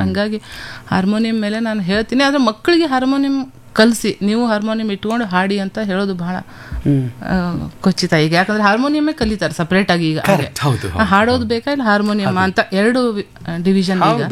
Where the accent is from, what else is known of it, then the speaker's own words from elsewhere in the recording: Jamakhandi, Karnataka, India; now in Dharwad, India; ನಾವು ಮೂಲತಃ ಜಮಖಂಡಿಯಿಂದ ಧಾರವಾಡಕ್ಕೆ ಬಂದಿದ್ವಿ. ಜಮಖಂಡಿ ಸಂಸ್ಥಾನ, ಪಟವರ್ಧನ್ ಸಂಸ್ಥಾನ ಇತ್ತು ಅಲ್ಲಿ, ಅಲ್ಲಿ ಬಂದು ಅಲ್ಲಿಂದ ನಾವು ಧಾರವಾಡಕ್ಕೆ ಬಂದ್ವಿ. ಯಾಕಂದ್ರೆ ನಮ್ಮ ತಂದೆ ಕೆಲಸದ ನಿಮಿತ್ತ ನಾವು ಧಾರವಾಡಕ್ಕೆ ಬಂದ್ವಿ.